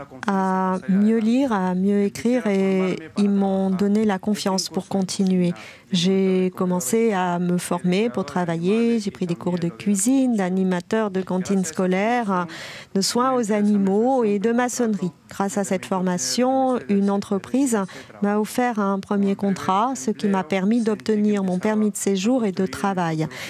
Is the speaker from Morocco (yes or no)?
yes; Morocco; now in Canary Islands, Spain; je viens du Maroc, j'ai 24 ans. Je suis arrivé aux Canaries en 2020.